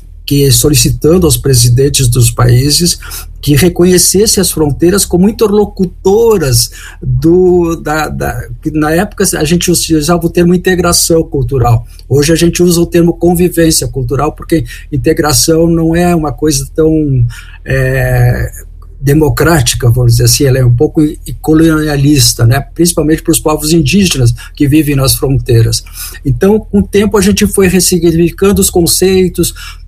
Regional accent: Santana do Livramento, Rio Grande do Sul, Brazil; also born or lived in Florianópolis / Porto Alegre / Barcelona; now in Brasília, Brazil; Eu sou de Santana Livramento, fronteira com Rivera, né? Então, hoje eu moro em Brasília, já morei em Florianópolis, já morei em Porto Alegre e agora eu já estou aposentado morando em Brasília

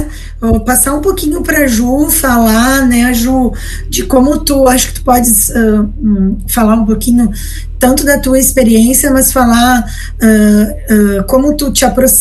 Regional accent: Encruzilhada do Sul, Rio Grande do Sul, Brazil; também sou natural de Encruzilhada do Sul.

